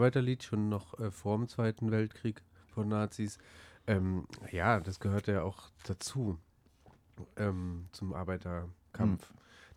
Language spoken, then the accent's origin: German; East Germany, Germany; born there; ich bin in der ehemaligen DDR geboren